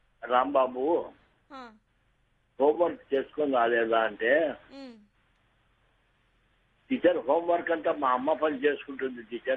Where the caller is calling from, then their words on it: Kadapa, Andhra Pradesh, India; నేను కడప నకాశీ నుండి